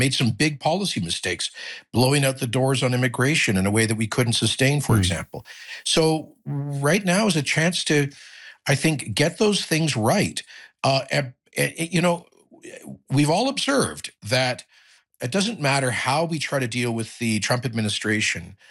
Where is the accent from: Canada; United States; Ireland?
Canada; Well, I actually kind of proud.